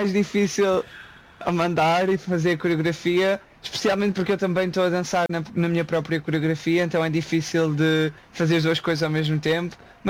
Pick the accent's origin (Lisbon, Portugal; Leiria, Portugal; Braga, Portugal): Leiria, Portugal; moved away as an adult; Eu tinha 18 anos quando saí de Portugal.